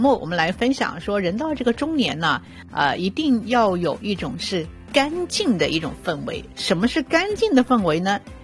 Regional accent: China; 我们中国人

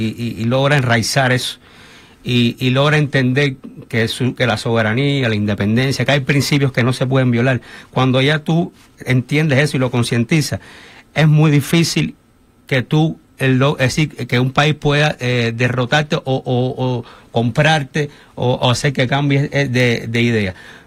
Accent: Cuba; No, yo te puedo dar una reflexión desde cubano, mi punto de vista, claro, exactamente, como cubano te puedo dar una idea

